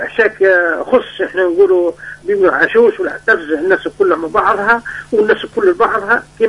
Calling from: Ben Gardane, Medenine, Tunisia; من بن قردان.

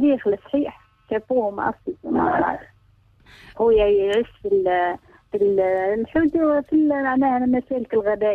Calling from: Om Larayes, Gafsa Governorate, Tunisia; من أم العرايس.

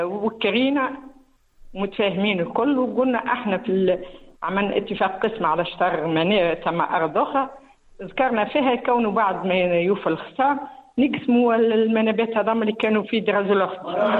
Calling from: Mateur, Bizerte Governorate, Tunisia

